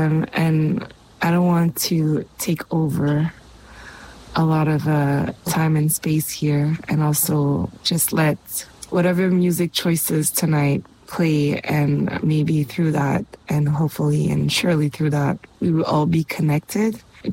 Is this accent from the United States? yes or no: no; Mauritius; I'm from Mauritius